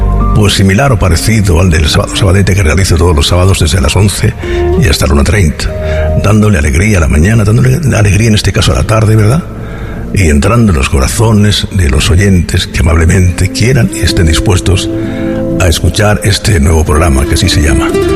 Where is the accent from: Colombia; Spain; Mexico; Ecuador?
Spain; Region of Murcia; yo soy murciano. Segundo, porque ahí, de ahí nacieron todas mis raíces.